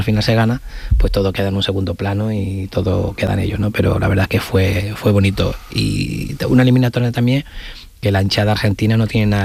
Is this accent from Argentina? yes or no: no; Seville, Andalusia, Spain; yo que soy de Sevilla, pues el estadio estaba lleno de muchos amigos